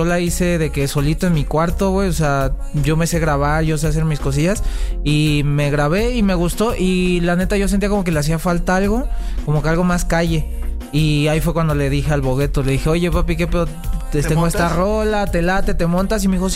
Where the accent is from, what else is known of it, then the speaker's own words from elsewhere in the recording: Tlalnepantla, State of Mexico, Mexico; O sea, yo ya casi no estoy en Tlalnepantla, pero yo nací en Tlalnepantla y yo represento esa.